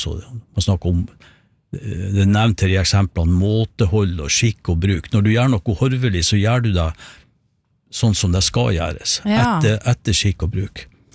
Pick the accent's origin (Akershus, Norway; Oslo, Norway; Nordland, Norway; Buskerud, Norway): Nordland, Norway; Sandnessjøen; for det kommer vi fra Sandesjøen, og når jeg ser mot fjellene der, så ser jeg et fjell som egentlig heter Horva.